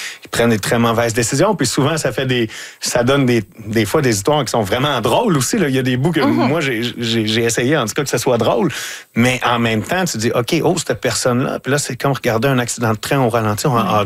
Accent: Lavaltrie, Quebec, Canada; now in Montreal, Canada; moi je viens de la Valtrie, dans la région de la Naudière, puis quand je suis arrivé à Montréal, c'était ma porte d'entrée vers Montréal, et j'ai pas mal toujours habité là depuis 25 ans.

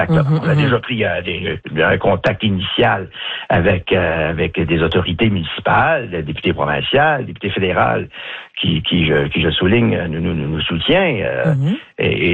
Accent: New Richmond, Quebec, Canada; moi, j'ai grandi à New Richmond face à Belle-Dune.

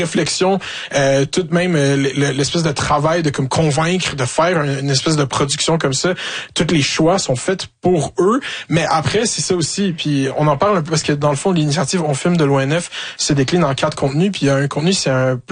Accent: Quebec, Canada; parce que forcément, on est Québécois, on fait des affaires pour les Québécois, on a un edge sur eux.

